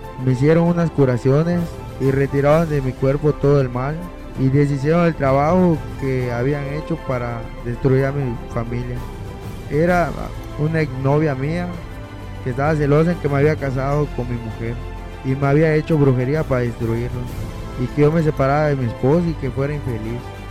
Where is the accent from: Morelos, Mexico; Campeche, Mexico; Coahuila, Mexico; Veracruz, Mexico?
Campeche, Mexico; Xpujil; Yo vengo de Ixbujil y vengo a dar mi testimonio.